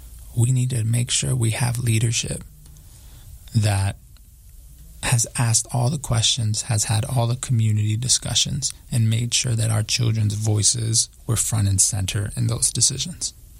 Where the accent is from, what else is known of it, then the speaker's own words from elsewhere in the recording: Chicago, Illinois, United States; these issues very intimately as a student, but also as a special education teacher, and also just as a Chicagoan.